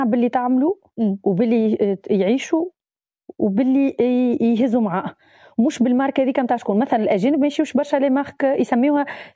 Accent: Tunisia; احنا في تونس ما عندناش. ليه عندنا في تونس؟ عندنا كل شيء. انا سافرت لبرشا بلدان في العالم وتونس فيها كل شيء

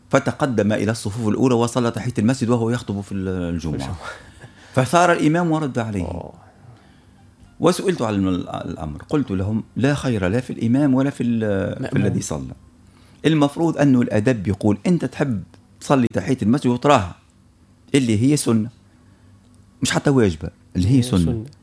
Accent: Tunisia; حتى أنا من تونس

